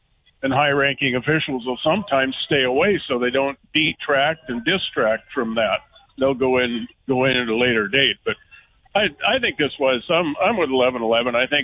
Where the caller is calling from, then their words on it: United States; as an American